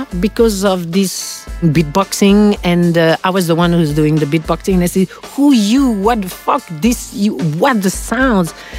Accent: France; accent: French; English is a second language; because my French accent

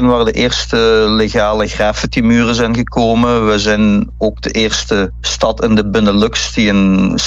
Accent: Hasselt, Flanders, Belgium; wij daar als Hasselaars en Limburgers

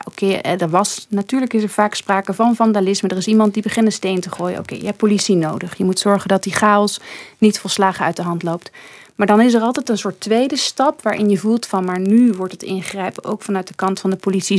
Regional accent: Netherlands; Zeker voor mij als Nederlandse. Bij ons hebben politieagenten minstens 3 jaar opleiding.

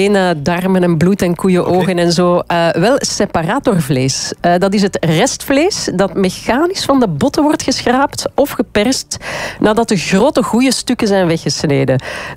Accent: Flemish Brabant, Belgium; Ik ben van Vlaams-Brabant, daar zeggen ze curryworst.

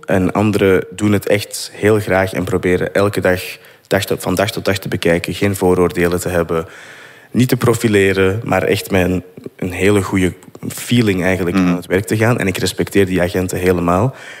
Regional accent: Turnhout, Flanders, Belgium; Ja, ik ben van Turnhout.

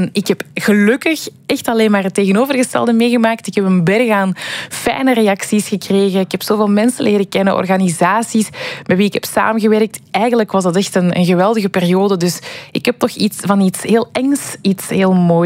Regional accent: Antwerp, Flanders, Belgium; Voor mij is dat echt mijn jeugd in Deurne. Ik ben ook van Deurne.

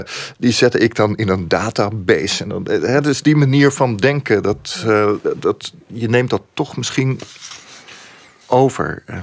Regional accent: Leiden, South Holland, Netherlands; Ik groeide op in Leiden.

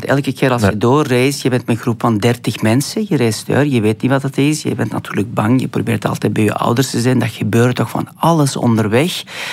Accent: Afghanistan; Dutch is a second language; now in Belgium; Ja, natuurlijk. Ik ben in Afghanistan geboren, dus ik ben Belg onder.

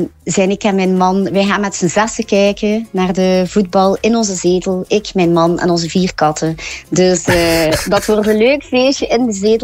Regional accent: Belgium; Laat mij zeggen dat ik zowel supporter voor mijn moederland

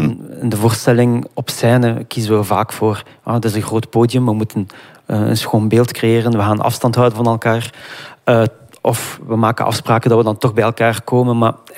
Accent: Iraq; now in Belgium; Ik als Irakees zijnde

